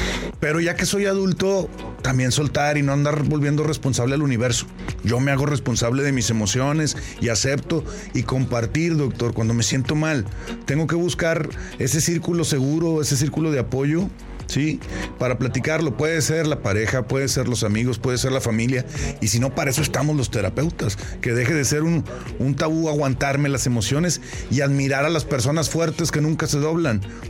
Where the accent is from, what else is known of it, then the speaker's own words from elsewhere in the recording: Mexico; no nada más exclusivo de nosotros como mexicanos